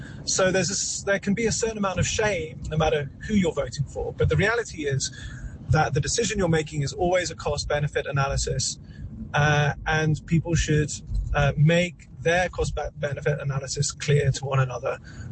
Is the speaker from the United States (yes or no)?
no; United Kingdom; now in Hartbeespoort, South Africa; from Hartbeespoort. I'm a British citizen, been here for 10 years, so I don't get a vote.